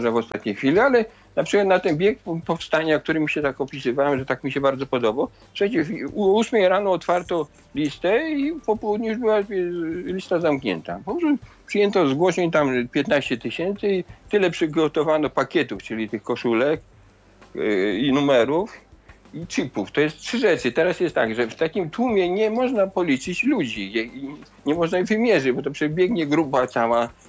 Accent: Lublin Voivodeship, Poland; moved away; Jest taki bieg w moich rodzinnych stronach, w Poznaniu, w Zamościu.

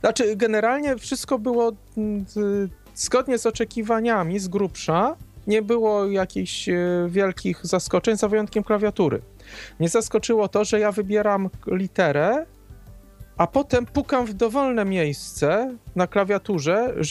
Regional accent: Lviv, Lviv Oblast, Ukraine; A skąd pan jedzie? Z Wrocławia? To ja też z Lwowa.

